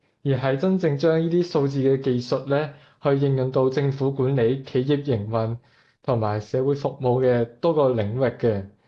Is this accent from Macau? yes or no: yes; Macau; now in Wuhan, China; 我来自澳门。而家喺武漢大學就讀嘅係計算機學院軟件工程專業嘅學生